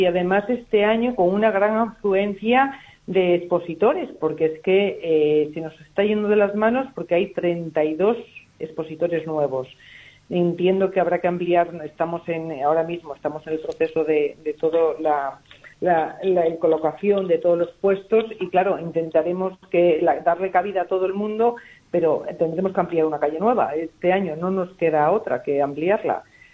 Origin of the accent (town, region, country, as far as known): San Miguel de las Dueñas, Castile and León, Spain